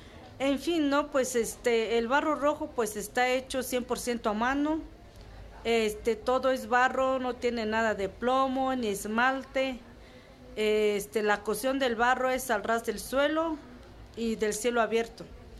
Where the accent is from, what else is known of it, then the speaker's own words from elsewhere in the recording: Oaxaca, Mexico; No he salido de mi pueblo, ahí sigo, porque hay algunos que sí emigran. Pero yo desde que nací ahí me quedé con mi papá, mi mamá